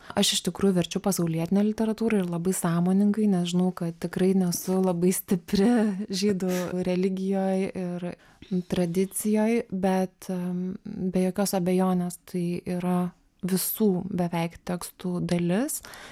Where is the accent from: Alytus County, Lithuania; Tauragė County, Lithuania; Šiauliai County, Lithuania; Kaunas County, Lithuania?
Kaunas County, Lithuania; Kaunas; Labai pasikeitė, nes aš užaugau Kaune ir tiesiog kiek aš mokiausi ir studijavau Kaune